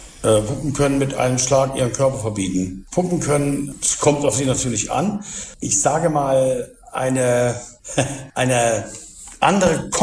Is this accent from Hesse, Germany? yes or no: no; Thuringia, Germany; born there; now in Berlin, Germany; Jahrgang 57, geboren in Thüringen, Weining und lebe an sich in Berlin seit der Schauspielschule